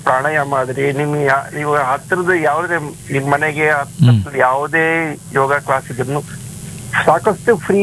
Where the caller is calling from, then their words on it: Chitradurga, Karnataka, India; ಚಿತ್ರದುರ್ಗದಿಂದ.